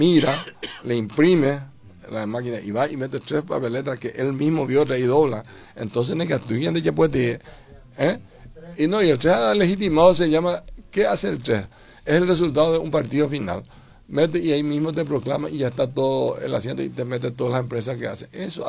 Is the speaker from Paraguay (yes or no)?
yes; Paraguay; tenemos por primera vez en Paraguay